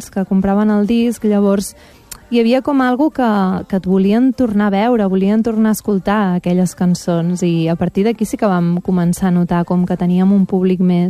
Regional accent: Castelló d'Empúries, Catalonia, Spain; born or raised there; also born or lived in Roses

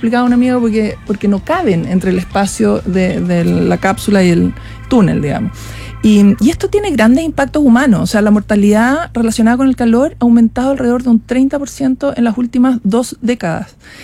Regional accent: Chile; yo llegué como buena chilena

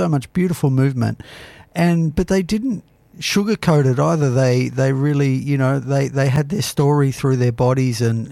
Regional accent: Australia; being Australian

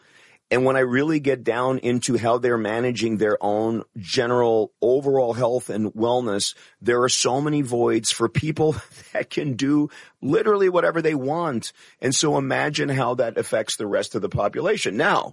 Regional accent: New York, United States; I'm a kid from the Bronx.

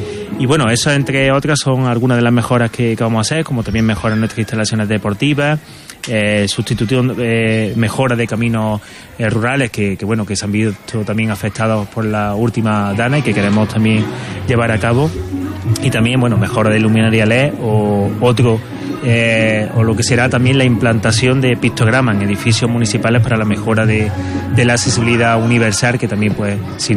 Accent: Fuente de Piedra, Andalusia, Spain; los vecinos y vecinas de nuestro pueblo

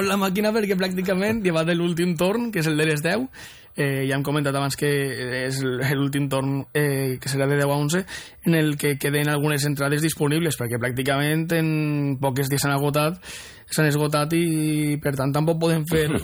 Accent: Alfondeguilla, Valencian Community, Spain; Jo, per exemple, soc d'Alfondeguilla

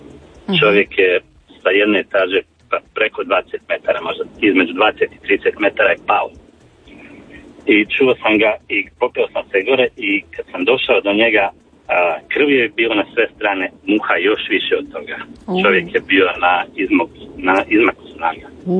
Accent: Bosnia & Herzegovina; pošto sam rodom iz Bosne, a tamo je, hvala Bogu, dosta rudnika.

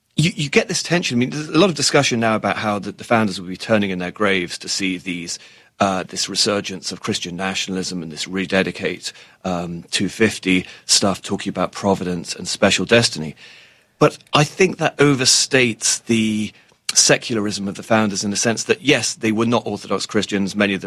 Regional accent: United Kingdom; people always expect me as a Brit to be an expert on the royal family

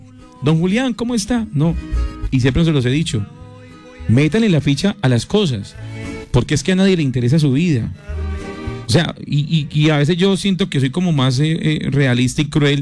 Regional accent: Pereira, Risaralda, Colombia; yo soy de Pereira

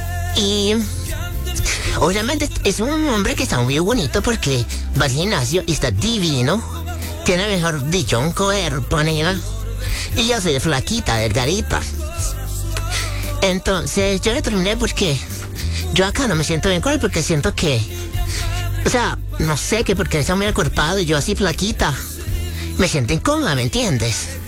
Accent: Caribbean Region, Colombia; Yo soy costeño, soy de la costa.

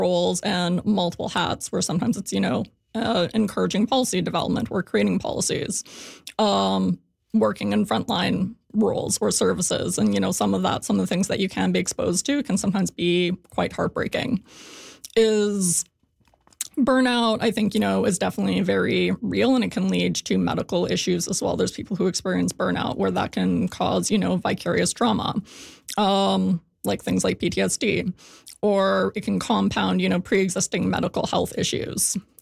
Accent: Alberta, Canada; I was raised in Alberta, and I was very much interested in kind of DIY punk and anarchist subcultures.

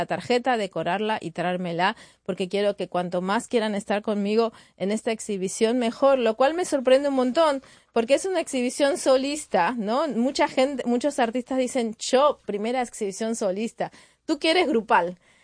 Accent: French Polynesia; Yo soy de Tahití, de la Polinesia, así que también traigo unos motivos japoneses de sashiko y diferentes formas de comprender las diferentes culturas sin apropiarse de la cultura.

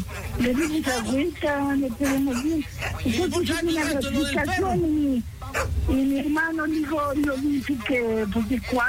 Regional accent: Puebla, Mexico; somos de allá de mi casa, del estado de Puebla.

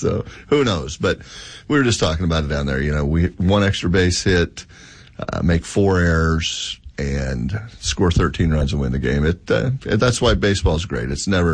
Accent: Tonopah, Nevada, United States; growing up in Tonopah

